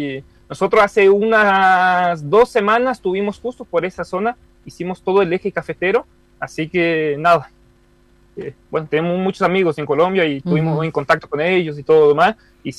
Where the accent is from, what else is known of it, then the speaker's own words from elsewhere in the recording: El Soberbio, Misiones, Argentina; moved away; also born or lived in Eldorado, Misiones; yo soy de Soberbio, Mica es de Iguazú. Entonces, bueno, pero vivimos en El Dorado por mucho tiempo, creo que más de 8 o 9 años.